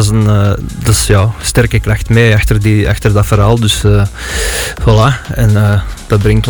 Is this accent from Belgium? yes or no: yes; Duffel, Flanders, Belgium; moved away as an adult; now in Limburg, Belgium; Ik woon al 13 jaar in Limburg, maar ik ben oorspronkelijk van Waarloos, van Duffel.